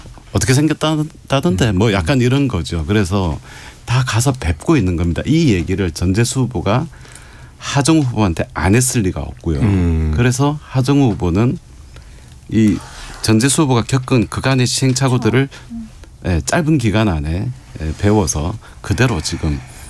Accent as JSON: {"language": "Korean", "region": "Busan", "country": "South Korea", "tie": "born or raised there", "said": "제가 지금 계속 집도 부산이시고. 매주 내려가고 있고 제가 네네네. 부산 출신이고"}